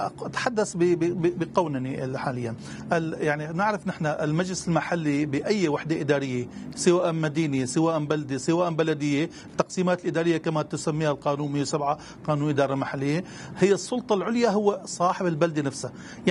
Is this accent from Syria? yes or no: yes; Syria; ولدينا طبوغرافيون أكفاء في سوريا، ونحن سوريين نصدر مهندسون إلى العالم